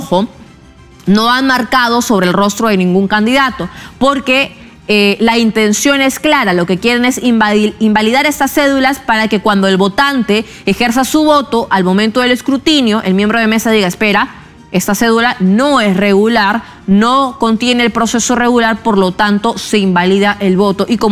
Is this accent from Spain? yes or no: no; Peru